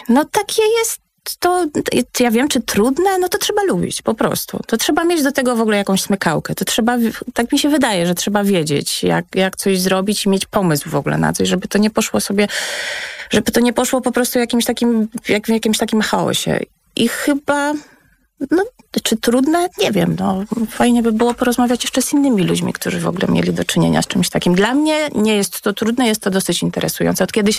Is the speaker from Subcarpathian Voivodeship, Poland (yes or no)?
no; Świdwin, West Pomeranian Voivodeship, Poland; moved away; also born or lived in Koszalin / Kraków; Z Koszalina, teraz rodzice mieszkają ze Świdwina, jestem ze Świdwina